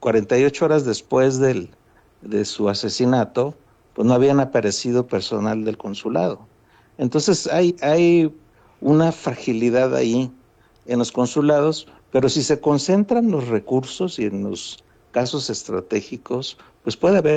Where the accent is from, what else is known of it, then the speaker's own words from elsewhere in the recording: Mexico; de ese número mínimo, el 80% somos mexicanos